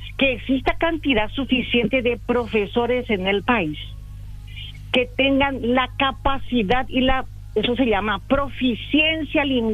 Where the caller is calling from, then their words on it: Paraguay; Yo creo que los paraguayos tenemos un privilegio, como ningún país del mundo, de tener dos lenguas oficiales.